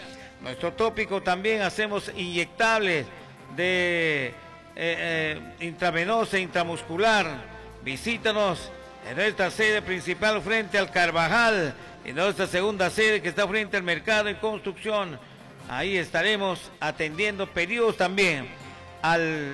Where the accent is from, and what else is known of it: Peru